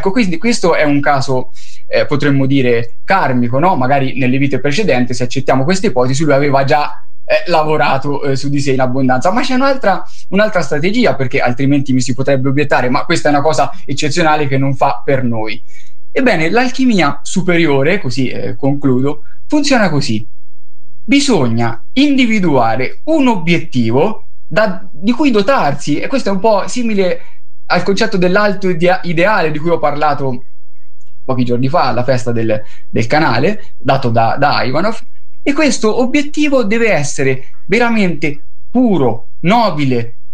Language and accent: Italian; Costacciaro, Umbria, Italy; il beato Tommaso da Costacciaro, che è il mio paese.